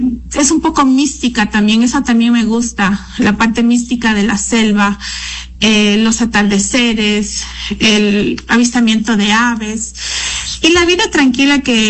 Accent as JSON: {"language": "Spanish", "town": "Puerto Francisco de Orellana", "region": "Orellana", "country": "Ecuador", "tie": "born there", "said": "yo soy amazónica, yo nací aquí en el Coca. Yo vivo enamorada del lugar donde vivo. He vivido en el exterior, varias veces y he regresado siempre a Calcoca."}